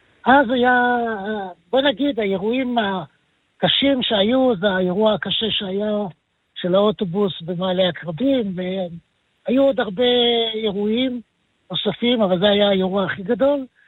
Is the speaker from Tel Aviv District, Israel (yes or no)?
yes; Tel Aviv, Tel Aviv District, Israel; born there; now in Arava, Israel; אני יליד תל אביב